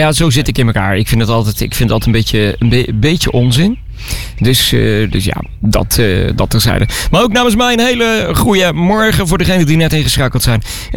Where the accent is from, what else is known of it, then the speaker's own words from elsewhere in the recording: Netherlands; We komen allemaal uit Nederland. We wonen alleen ergens anders in Nederland.